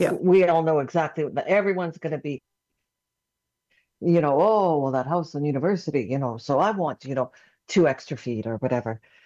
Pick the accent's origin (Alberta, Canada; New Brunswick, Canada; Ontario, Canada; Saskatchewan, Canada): Saskatchewan, Canada; Saskatoon; I was from Saskatoon